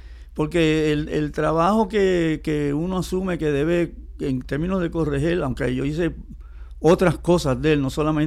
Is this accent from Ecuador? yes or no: no; Puerto Rico; los tres que vivimos aquí, la mitad de nosotros ha tenido que ir a Estados Unidos en un momento dado, claro, a visitar, a vivir, a escaparse.